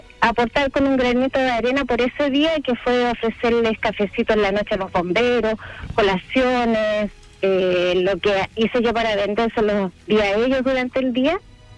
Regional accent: La Unión, Los Ríos, Chile; born or raised there

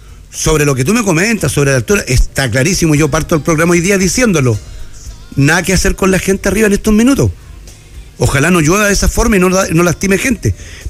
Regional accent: Antofagasta, Chile; Los que somos de Antofagasta y vivimos lamentablemente el 91, lo sabemos.

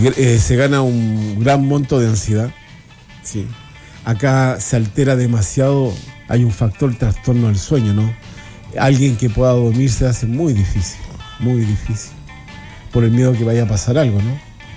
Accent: Chile; nosotros tenemos como chilenos

